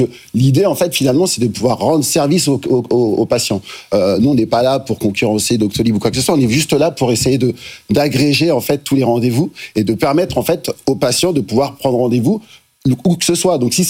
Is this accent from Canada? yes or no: no; Lyon, Auvergne-Rhône-Alpes, France